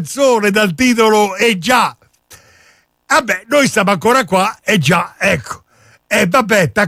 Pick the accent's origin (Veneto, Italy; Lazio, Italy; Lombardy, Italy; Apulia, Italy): Lazio, Italy; Colleferro; moved away; Quanto al mio paese, io sono nativo di Colleferro, nacqui un po' di tempo fa a Colleferro